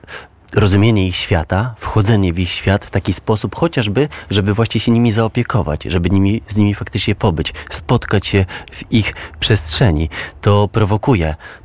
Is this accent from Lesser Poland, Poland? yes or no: no; Warsaw, Masovian Voivodeship, Poland; Moje dzieciństwo to akurat na Powiślu. Od piątego roku życia na Tarchominie